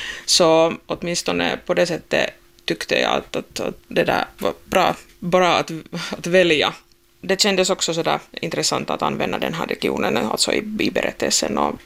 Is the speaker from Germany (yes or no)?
no; Perniö, Southwest Finland, Finland; now in Karis, Finland; jag sa ju att jag är från Bjärnå